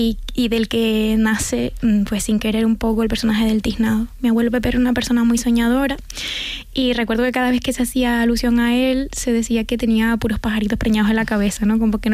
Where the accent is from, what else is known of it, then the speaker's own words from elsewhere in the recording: Canary Islands, Spain; nos han contado siempre desde dentro y fuera de Canarias que nuestra forma de hablar es inadecuada y la tenemos que corregir